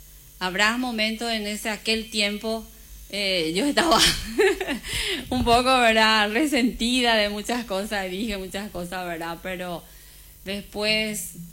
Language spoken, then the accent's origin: Spanish; Carlos Antonio López, Itapúa, Paraguay; moved away; Soy de Carlos Antonio López, papá.